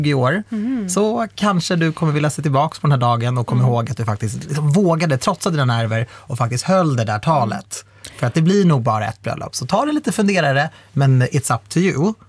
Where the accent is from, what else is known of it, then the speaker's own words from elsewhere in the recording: Iran; jag är ju iranier.